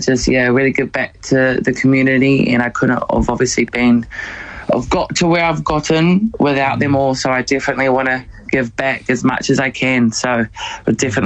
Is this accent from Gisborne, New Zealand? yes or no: yes; Gisborne, New Zealand; Yeah, I'm so proud to come from Tairāwhiti, and my growing up in Gizeh, it was a simple life.